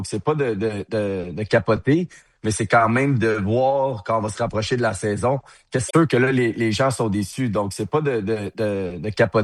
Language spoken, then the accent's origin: French; Quebec, Canada; Tu sais, on n'est pas beaucoup au Québec.